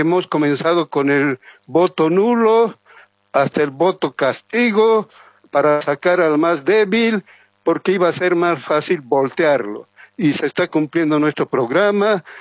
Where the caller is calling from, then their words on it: Colcapirhua, Cochabamba, Bolivia; de Colcapiro a Cochabamba.